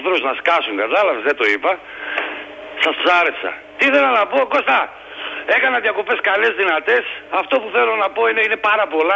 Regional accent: Greece

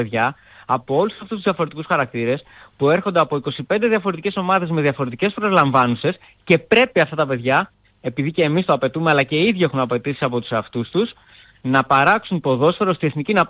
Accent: Athens, Attica, Greece; Και το λέω εγώ που είμαι από την Αθήνα.

